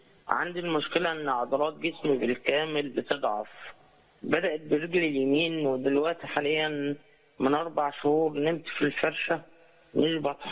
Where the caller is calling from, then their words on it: Mansoura, Dakahlia, Egypt; من المنصوره.